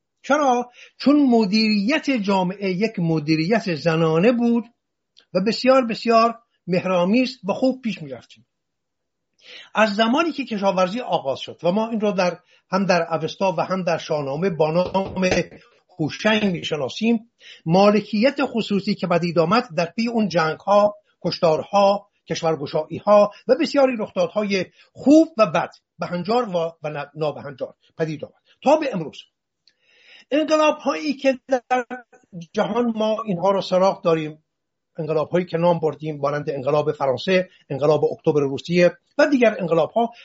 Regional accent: Iran

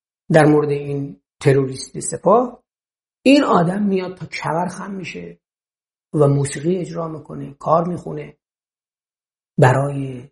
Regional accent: Gilan, Iran; خب بچه گیلانم به موجب ننگ و خفت با من اصلا نگاش کردم

